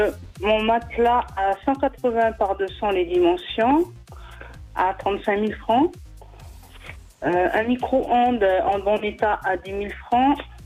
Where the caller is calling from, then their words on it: Mouirange, South Province, New Caledonia; Dans le sud, sur Mouirange.